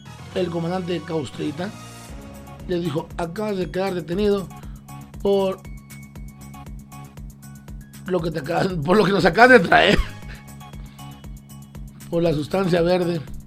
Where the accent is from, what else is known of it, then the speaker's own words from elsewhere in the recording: Mexico; Soy mexicano.